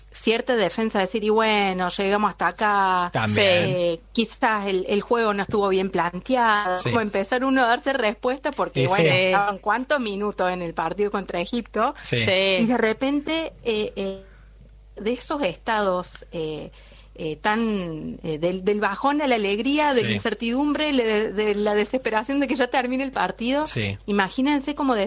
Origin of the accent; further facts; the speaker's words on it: Argentina; acá obviamente nos une como argentinos